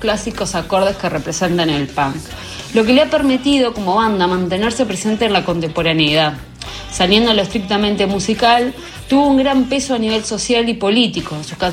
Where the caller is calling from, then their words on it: Montevideo, Uruguay; de Montevideo